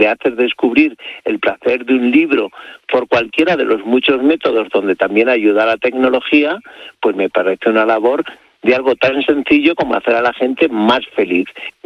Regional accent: Madrid, Community of Madrid, Spain; Yo siempre digo que el Escorial, a los que somos de Madrid, como está aquí al lado, no lo valoramos.

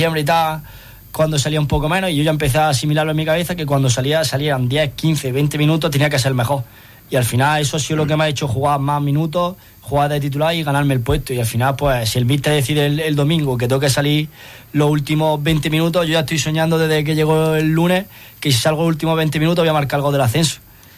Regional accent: Jaén, Andalusia, Spain; yo soy un jugador de la ciudad, soy del Real Jaén, aficionado del Real Jaén desde chico

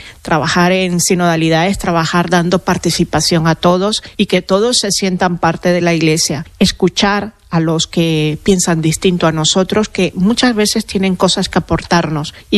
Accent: León, Nicaragua; born there; Sí, sí, yo soy nacida en León, pero en León de Nicaragua.

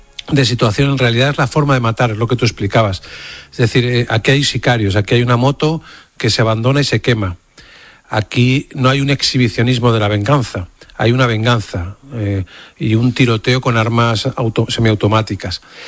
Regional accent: Andalusia, Spain; Y esa es la realidad que hay en nuestra tierra, en mi tierra, ¿no? Y por extensión subiendo por toda Andalucía ahora mismo, ¿no?

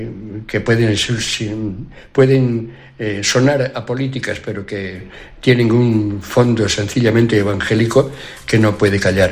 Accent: La Garganta, Extremadura, Spain; Yo soy de pueblo, mi pueblo es La Garganta, en la diócesis de Plasencia

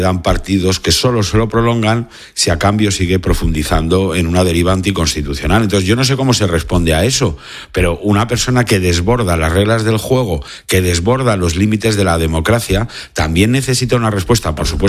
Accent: Spain; Y luego ya como español

